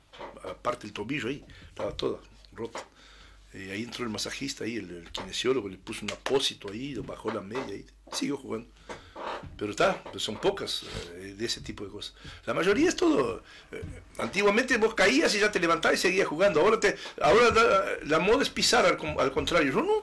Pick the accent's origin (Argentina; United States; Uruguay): Uruguay; Montevideo; born there; Cuando niño, nosotros vivíamos en Montevideo.